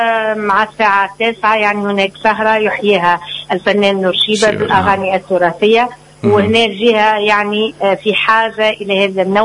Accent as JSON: {"language": "Arabic", "country": "Tunisia", "said": "متحف يعني من أجمل ما عندنا في تونس ومن أروع المتاحف."}